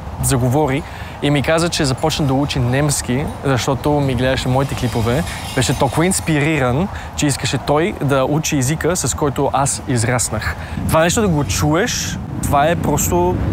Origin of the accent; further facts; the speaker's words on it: Vienna, Austria; Официално съм австриец с български корени, понеже съм роден и израснал в Австрия, в Виена, в столицата, но аз се считам като българин от Австрия, понеже се чувствам много повече българин.